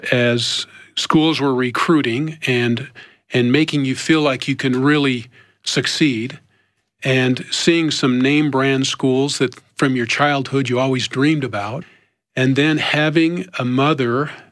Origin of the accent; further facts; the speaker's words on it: California, United States; And we had, where I grew up in California in my teen years, early morning seminary.